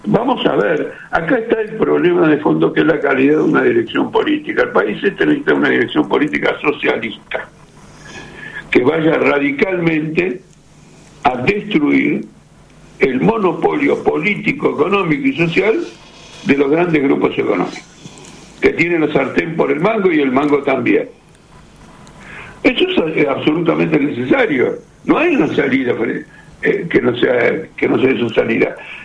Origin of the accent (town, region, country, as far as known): Argentina